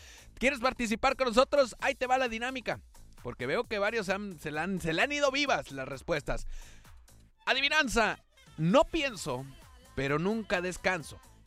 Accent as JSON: {"language": "Spanish", "country": "Mexico", "said": "por eso somos mexicanos"}